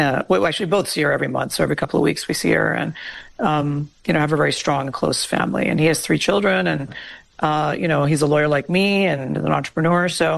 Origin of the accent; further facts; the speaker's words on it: Deep South, United States; I grew up in the Deep South, and it's a very different place than when I moved there.